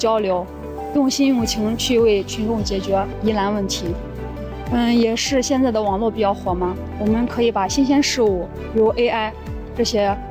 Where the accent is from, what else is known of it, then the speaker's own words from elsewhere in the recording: China; moved away; 我是土生土长的本村人